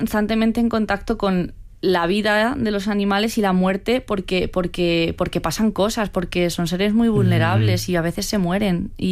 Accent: Castilla-La Mancha, Spain; Es un pueblo, sí, que pertenece a Cuenca, pero no está en la serranía, sino que está en la Mancha Baja.

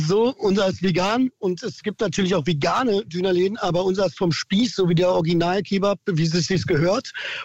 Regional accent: Berlin, Germany; ich bin in Berlin aufgewachsen

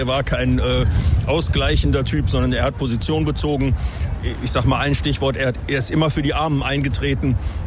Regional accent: Lower Saxony, Germany; Ich komme aus Nordwestdeutschland zwischen Osnabrück und Bremen.

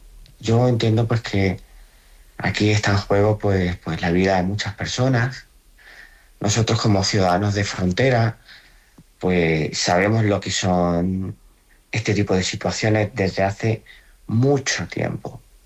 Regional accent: Spain

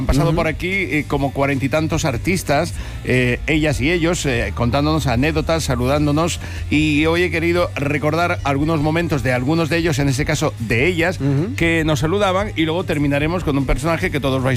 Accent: Cartagena, Region of Murcia, Spain; Mi tierra, ¿no?

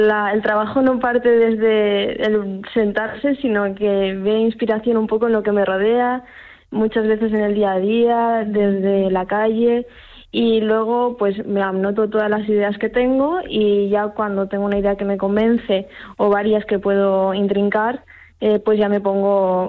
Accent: Navarre, Spain; Pues supone un orgullo enorme, la verdad, como Navarra, y también una responsabilidad, ¿no?, con la cultura de Navarra

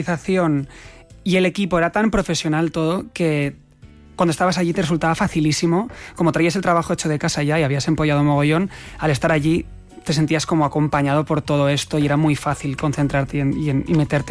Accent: Catalonia, Spain; Entonces yo que interpreto a Dalí soy catalán

